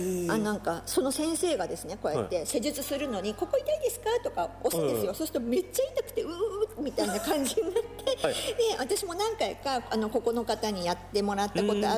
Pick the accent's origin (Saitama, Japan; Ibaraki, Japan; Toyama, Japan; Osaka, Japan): Saitama, Japan; 私も埼玉からなんで